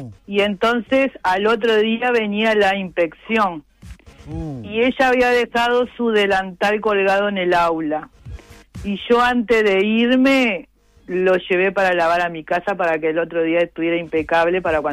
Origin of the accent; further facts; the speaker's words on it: Uruguay; yo me crié, el otro día hablábamos eso con los compañeros, que yo me crié más en Chapada la Antigua, ¿no?